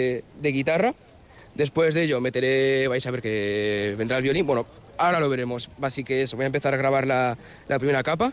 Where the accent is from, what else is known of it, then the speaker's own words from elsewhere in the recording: San Sebastián, Basque Country, Spain; soy de aquí, de San Sebastián, estudio en Musikene